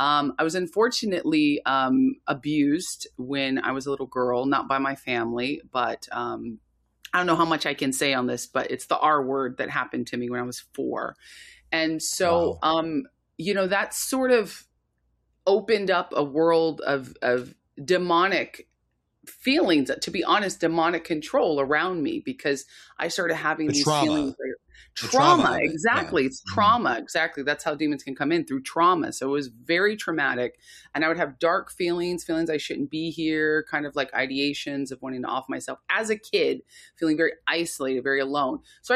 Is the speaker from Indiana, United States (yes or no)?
no; Santa Barbara, California, United States; also born or lived in Los Angeles; So I was raised in Santa Barbara, California, and we moved to Los Angeles.